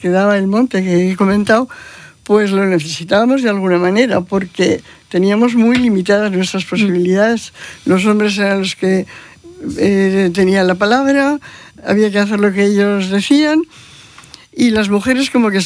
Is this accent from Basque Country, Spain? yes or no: yes; Vitoria-Gasteiz, Basque Country, Spain; nosotros tenemos un grupo, que somos todos del Gasteiz también